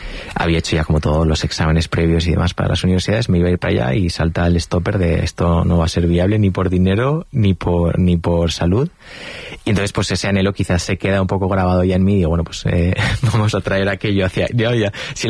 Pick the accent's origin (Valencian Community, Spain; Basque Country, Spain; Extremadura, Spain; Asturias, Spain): Valencian Community, Spain